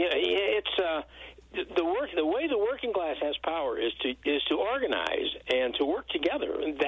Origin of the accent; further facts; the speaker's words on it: Detroit, Michigan, United States; now in Pittsburg, Kansas, United States; I grew up in Detroit.